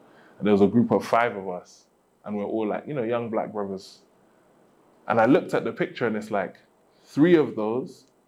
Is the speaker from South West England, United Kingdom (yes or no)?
no; London, United Kingdom; moved away as an adult; the fun of growing up in London.